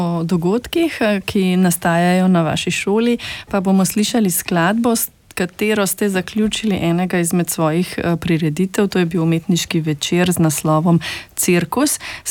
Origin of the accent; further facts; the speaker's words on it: Ljubljana, Central Slovenia, Slovenia; Jaz, ki sem iz Ljubljane